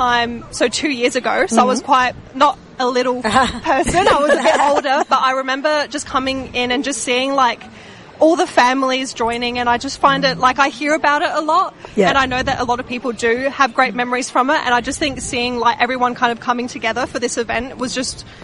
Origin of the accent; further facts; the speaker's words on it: France; moved away as an adult; now in Adelaide, Australia; So I'm from France originally.